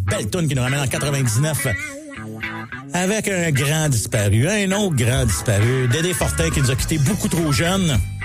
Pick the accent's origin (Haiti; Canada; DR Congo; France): Canada; Quebec; Là, moi, je suis un Canadien, Québécois, un Français, Canadien, Français. Un Américain du Nord, Français, un francophone, Québécois, Canadien